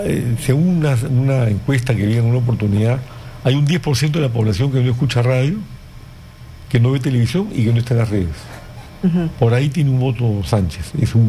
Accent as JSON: {"language": "Spanish", "country": "Peru", "said": "Como peruano responsable y demócrata"}